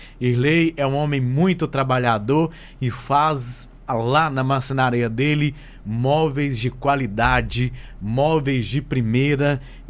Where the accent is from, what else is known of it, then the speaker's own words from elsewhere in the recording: Pompéu, Minas Gerais, Brazil; Eu sou de Pompeu também, moro aqui. Já há muitos anos